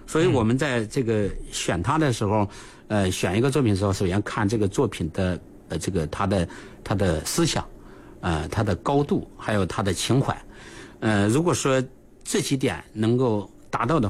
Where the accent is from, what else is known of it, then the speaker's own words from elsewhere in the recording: Henan, China; moved away; 比如说我们河南，我老家是河南，